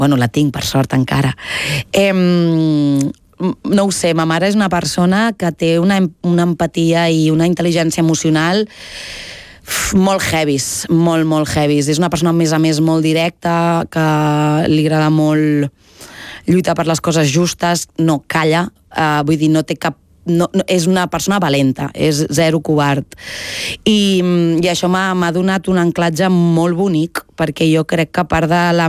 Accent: Barcelona, Catalonia, Spain; jo he viscut al meu barri fins als 27 anys.

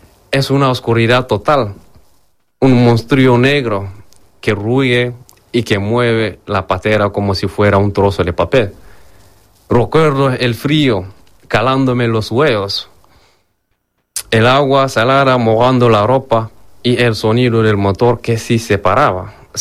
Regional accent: Mali; moved away; Cuando me fui de Mali, hace 3 años, en un momento que quedarme ya no era una opción si quería conservar mi vida. y mi libertad. La solución en mi país se volvió insostenible

